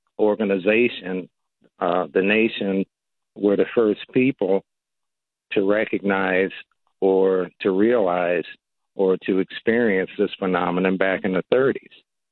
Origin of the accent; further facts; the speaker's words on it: Washington, District of Columbia, United States; I grew up in the Washington, D.C. area.